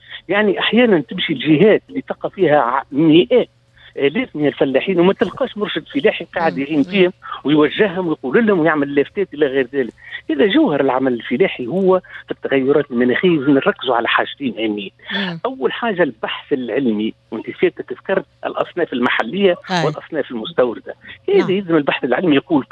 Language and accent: Arabic; Tunisia; عندنا في تونس